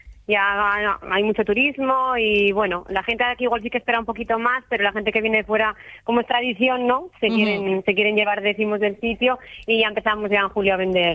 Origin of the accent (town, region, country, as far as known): Asturias, Spain